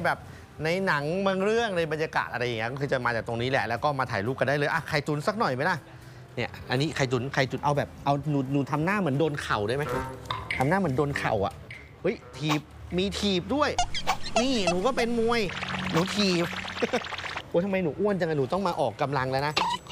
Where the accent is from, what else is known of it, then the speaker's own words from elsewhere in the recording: Chonburi, Thailand; ผมก็เป็นคนชลบุรีนะก็ถือว่ามันก็จังหวัดเดียวกันนะ